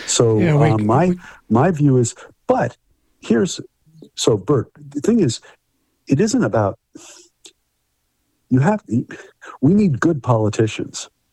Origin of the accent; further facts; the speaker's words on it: New York, United States; …, I'm a New Yorker, basically.